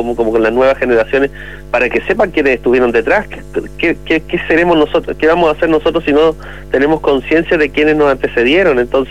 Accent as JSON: {"language": "Spanish", "town": "Santiago", "region": "Santiago Metropolitan Region", "country": "Chile", "moved": "as an adult", "lives_now": "Valparaíso, Chile", "said": "yo soy de Santiago, pero vivo hace 5 años en Valparaíso"}